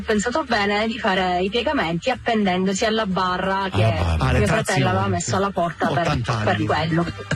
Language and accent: Italian; Palermo, Sicily, Italy; now in Bergamo, Italy; Io sono di Palermo, ma vivo a Bergamo.